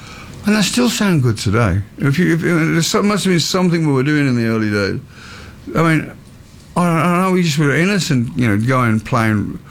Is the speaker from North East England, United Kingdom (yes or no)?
no; Birmingham, West Midlands, United Kingdom; I'm a Brummie, and I always will be. I'm not ashamed to say that. I love being a Brummie.